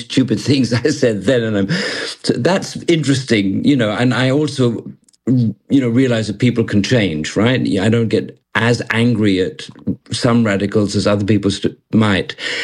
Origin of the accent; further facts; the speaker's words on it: Malaysia; also born or lived in London, United Kingdom / Germany; I was born in London and grew up in what was then the Federation of Malaya, became Malaysia later.